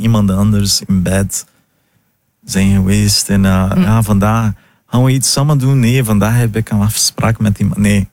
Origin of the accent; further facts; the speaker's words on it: Brazil; Dutch is a second language; now in Netherlands; ik ben ook uit Brazilië en in Brazilië moeders zijn heilig.